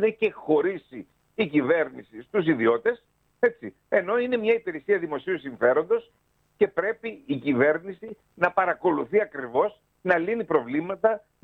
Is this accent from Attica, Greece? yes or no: no; Serifos, South Aegean, Greece; εγώ, όπως ξέρετε, κατάγομαι από τη Σέριφο.